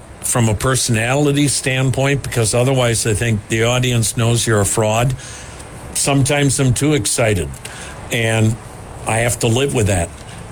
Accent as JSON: {"language": "English", "region": "Wisconsin", "country": "United States", "tie": "born or raised there", "moved": "yes", "lives_now": "Kansas City, United States", "said": "for a kid growing up that's an Irish Catholic out of Wisconsin"}